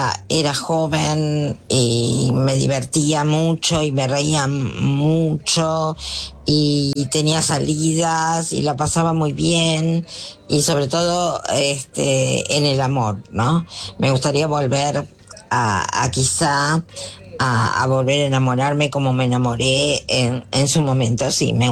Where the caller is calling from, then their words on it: Buenos Aires, Argentina; de Belgrano.